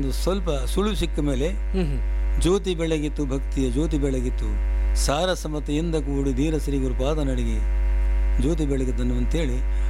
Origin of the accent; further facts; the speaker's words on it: Karnataka, India; also born or lived in Raichur; ನಮ್ಮ ಊರಲ್ಲಿ ರಾಜಲದಿನಲ್ಲಿದ್ದೆ.